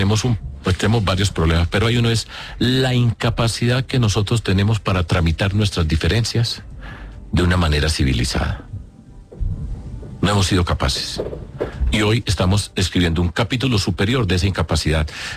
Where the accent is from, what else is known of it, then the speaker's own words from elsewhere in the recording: Antioquia, Colombia; En Antioquia. Mi tierra